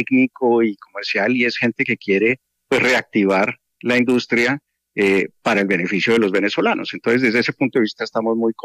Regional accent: Colombia; Uno cuando llega como colombiano y con una compañía colombiana como lo es GeoPark, pues siente uno eso, ¿no?

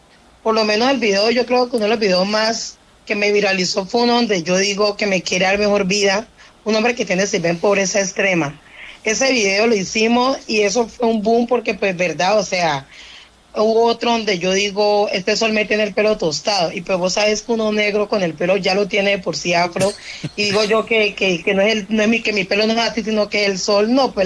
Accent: Chocó, Colombia; pues yo soy, digamos que aprovechando la jerga chocuana, pues yo soy chocuana orgullosamente.

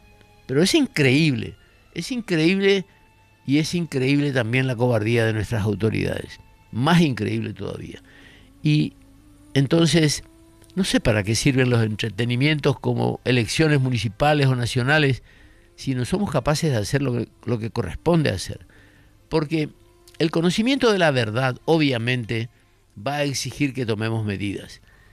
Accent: Paraguay; los paraguayos podamos decir nuevamente con orgullo que somos paraguayos

